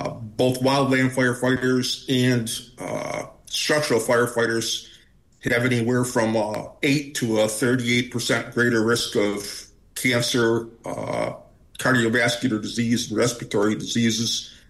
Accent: Syracuse, New York, United States; moved away as an adult; now in Manistee, United States; I grew up in Syracuse, New York

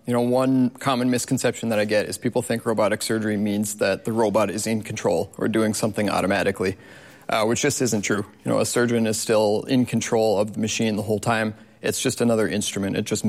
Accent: Houghton, Michigan, United States; now in Marquette, United States; I'm a general surgeon. I'm from Houghton originally, and now I'm practicing here in Marquette.

